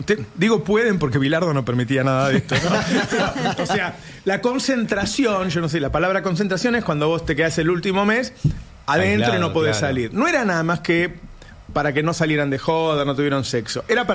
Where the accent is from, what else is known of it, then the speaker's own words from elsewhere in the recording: Madrid, Community of Madrid, Spain; Yo soy de Madrid.